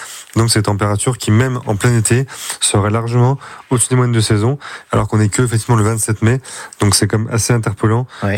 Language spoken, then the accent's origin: French; Rennes, Brittany, France; born or raised there